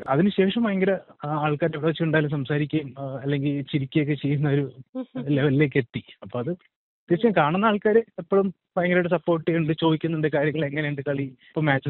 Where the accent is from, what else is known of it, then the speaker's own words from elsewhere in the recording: Arayankavu, Kerala, India; ഞാൻ ജനിച്ചതും വളർന്നതെല്ലാം ഞങ്ങളുടെ സ്വന്തം അരയൻകാവിലാണ്. എന്റെ ചെറുപ്പകാലം തൊട്ട് ഇവിടെ തന്നെയാണ് സ്കൂളിങ്ങും.